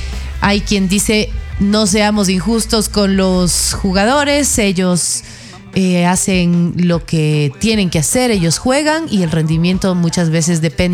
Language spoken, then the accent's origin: Spanish; Ecuador